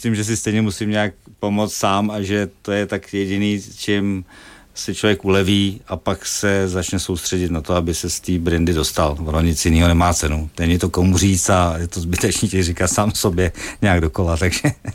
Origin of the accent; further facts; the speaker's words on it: Želeč, South Bohemian Region, Czechia; musím říct, že jsem jel ze Želče u Tábora, protože jsem minule dostal od mých faninek, které jsou teda generaci starší než já, ale to je můj nejsilnější fanklub u nás ve vsi